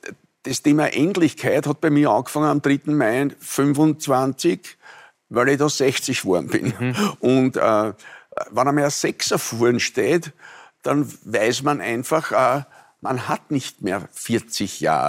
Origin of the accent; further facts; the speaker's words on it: Vienna, Austria; also born or lived in Burgenland; Aber ich bin Wiener, ich bin in Wien aufgewachsen, ich war in Wien im Kindergarten, in Schulen und alles.